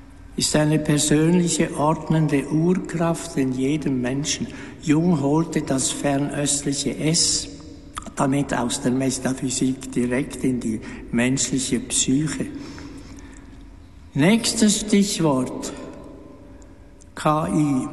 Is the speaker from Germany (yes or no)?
no; Switzerland; Als Schweizer habe ich gefragt in unserem Land